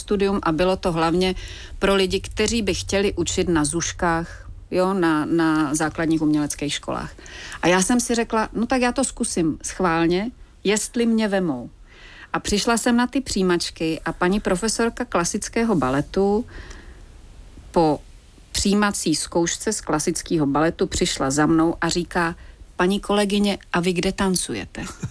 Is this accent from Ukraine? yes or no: no; Slovakia; moved away as an adult; now in Prague, Czech Republic; jako Slovák, v Praze mohl studovat tehdy jenom tu loutkárnu